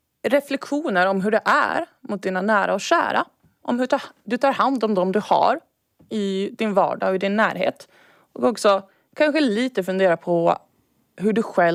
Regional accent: Saltvik, Åland, Åland Islands; now in Brussels, Belgium; född och uppvuxen i Haraldsby, Saltvik. Men bor och arbetar just nu i Bryssel på Europaparlamentet som åländsk specialmedarbetare

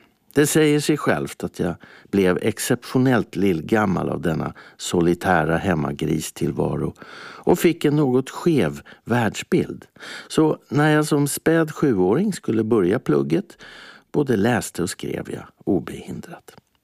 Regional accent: Stockholm, Stockholm County, Sweden; min barndom och uppväxt i Tanto på Södermalm i Stockholm på 70-talet.

